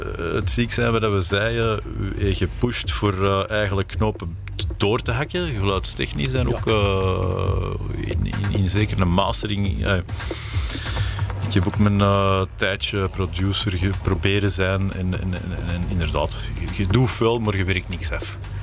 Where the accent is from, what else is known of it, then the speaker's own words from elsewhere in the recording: Belgium; wij zijn Belgen